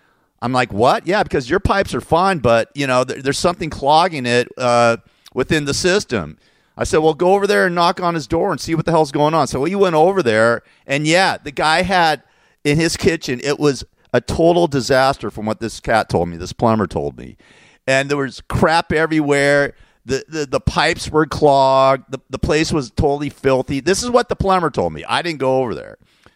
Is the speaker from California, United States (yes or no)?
yes; Los Angeles, California, United States; now in Inland Empire, United States; You know, I grew up in the San Fernando Valley. I grew up in Tarzana and Woodland Hills.